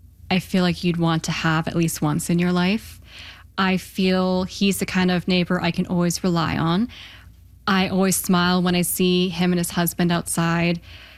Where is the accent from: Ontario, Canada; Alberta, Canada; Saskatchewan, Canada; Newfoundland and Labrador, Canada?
Alberta, Canada; Canmore; now in Cochrane, Canada; I grew up in Canmore, was born and raised there. I moved here when I was almost 12 years old, came to live with my father.